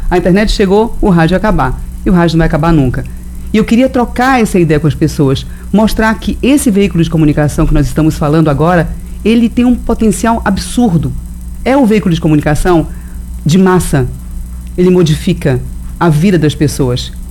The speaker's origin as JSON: {"language": "Portuguese", "region": "Pará", "country": "Brazil", "said": "Bem mais nova que você, eu sou paraense."}